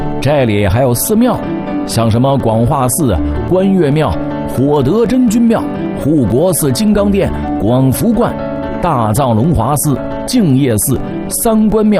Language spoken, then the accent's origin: Chinese; Beijing, China; 我们北京人都习惯管它叫后门桥